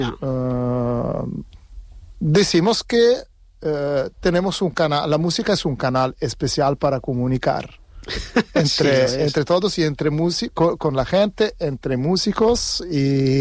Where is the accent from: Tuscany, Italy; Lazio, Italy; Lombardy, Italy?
Tuscany, Italy; Spanish is a second language; Yo personalmente, de verdad, que procedo de Toscana.